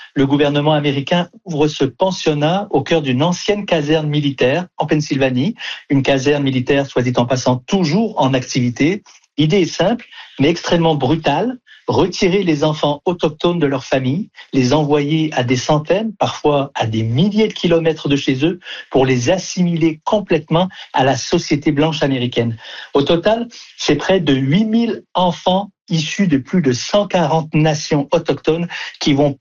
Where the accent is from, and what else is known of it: Canada